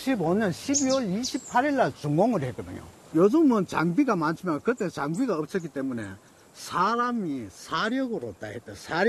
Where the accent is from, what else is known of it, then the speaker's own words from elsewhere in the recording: Ulsan, South Korea; moved away; 우리 자 한 요쪽에 내가 태어난 곳입니다. 대곡리 361번지 영궁. 나 영궁 출신입니다. 영궁 출신.